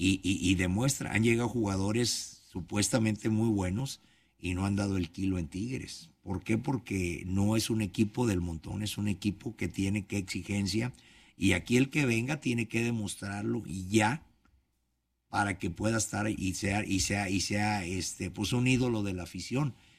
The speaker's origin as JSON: {"language": "Spanish", "town": "Morelia", "region": "Michoacán", "country": "Mexico", "moved": "yes", "lives_now": "Monterrey, Mexico", "said": "Yo soy de Morelia, pero estoy enamorado de Monterrey porque me ha tratado bien. Me ha dado la oportunidad de mi familia, de vivir aquí, de estar aquí"}